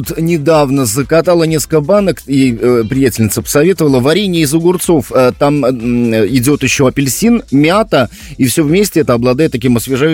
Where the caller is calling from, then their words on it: Novosibirsk Oblast, Russia; Я из Новосибирской области. Замариновали 90 банок опят.